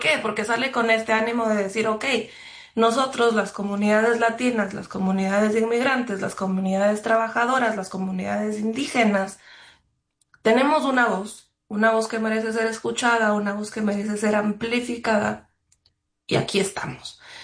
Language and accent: Spanish; Ecuador; moved away as an adult; now in Palo Alto, United States; soy ecuatoriana y hace ya casi exactamente 4 años, el 16 de agosto de 2022, llegué a Palo Alto, California